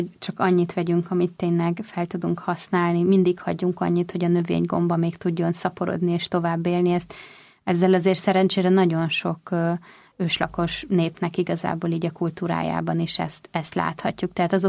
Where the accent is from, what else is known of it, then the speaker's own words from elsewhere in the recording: Budapest, Hungary; mert én a Pagony utcában nőttem fel.